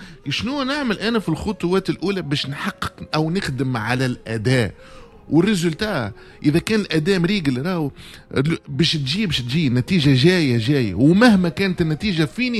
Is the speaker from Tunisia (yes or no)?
yes; Tunisia; هذه تقريبا الشعب التونسي الشباب التونسي عنده هالمنهج هذا،